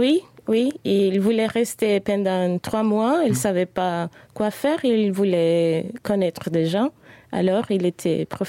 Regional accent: Santiago de Cuba, Cuba; French is a second language; moved away as an adult; now in Luxembourg; Je suis née à Santiago de Cuba. C'est une ville qui est la deuxième ville en importance à Cuba.

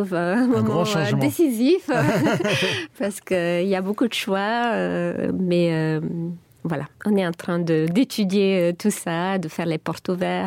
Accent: Plovdiv, Plovdiv Province, Bulgaria; French is a second language; moved away as an adult; also born or lived in Lyon, France / Nancy, France; now in Luxembourg; je suis originaire de Plovdiv. Mmh. C'est la deuxième ville après la capitale. Ça se trouve au centre du pays. Une ville avec beaucoup d'histoire.

